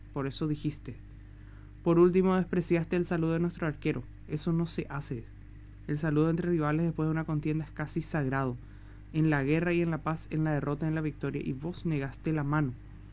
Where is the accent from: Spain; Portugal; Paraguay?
Paraguay; Mi principal compromiso es ser la voz del pueblo paraguayo, decir lo que ellos no pueden y defender a mi país